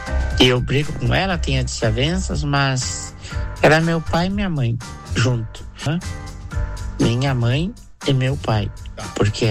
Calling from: Santiago, Rio Grande do Sul, Brazil; eu sou de Santiago, Rio Grande do Sul.

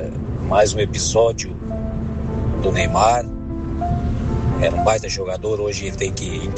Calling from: Tubarão, Santa Catarina, Brazil; aqui de Tubarão

